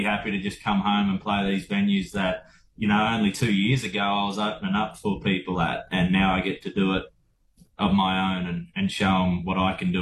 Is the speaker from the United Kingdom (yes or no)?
no; Australia; I'm an Aussie through and through.